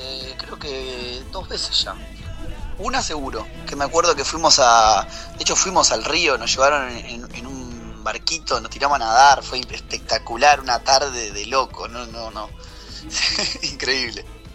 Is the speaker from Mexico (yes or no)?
no; Uruguay; yo soy un baterista uruguayo, vivo en Montevideo